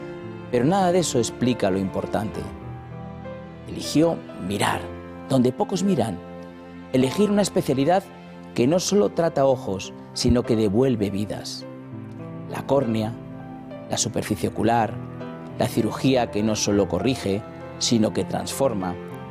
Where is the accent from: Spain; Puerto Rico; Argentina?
Spain; Valencia, Valencian Community; yo también soy de Valencia